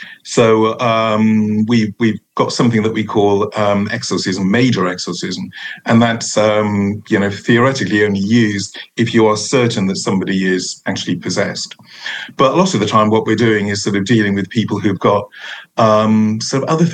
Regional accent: Merthyr Tydfil, Wales, United Kingdom; moved away as an adult; now in Cardiff, United Kingdom; I'm from Merthyr, as you can tell from the accent. So Merthyr Tydfil, a large town in the South Wales Valleys, about 25 miles north of Cardiff. I grew up there, went to school there

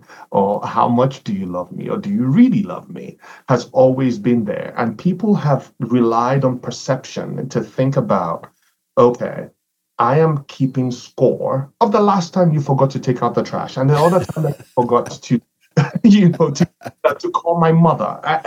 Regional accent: Nigeria; born there; moved away as an adult; also born or lived in Poland; So originally, I was born in Nigeria, and that's West Africa for those who don't know. And as an 18-year-old, I left home

